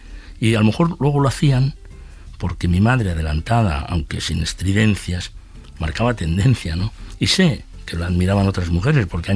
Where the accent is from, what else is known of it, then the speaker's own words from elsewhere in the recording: Camporrells, Aragon, Spain; era como una actriz real en color en aquella película en blanco y negro que se rodaba cada día en mi pueblo, en Camporrell.